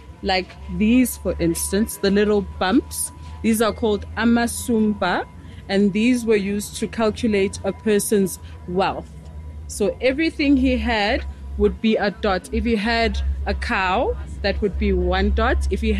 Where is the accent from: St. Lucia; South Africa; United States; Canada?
South Africa; KwaZulu-Natal; I'm from South Africa in a place called KwaZulu Natal, and I'm from the Zulu tribe.